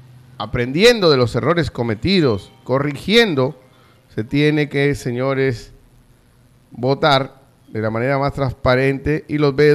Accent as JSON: {"language": "Spanish", "country": "Peru"}